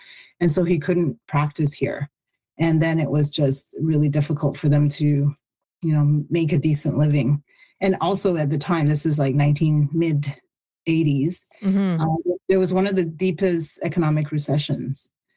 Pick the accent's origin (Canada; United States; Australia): Canada; to happen from my growing up in, you know, Canada, and then being like sort of parachuted back into my hometown felt very jarring.